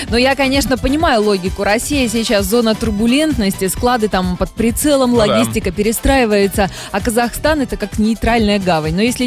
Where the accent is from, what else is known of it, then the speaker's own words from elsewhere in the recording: Belarus; мы, белорусы, с такими сюрпризами привычны.